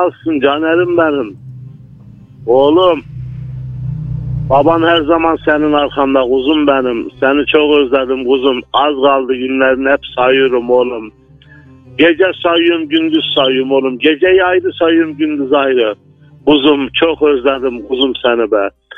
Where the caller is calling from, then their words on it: Ceyhan, Adana, Turkey; Adana Ceyhan'dan arıyorum.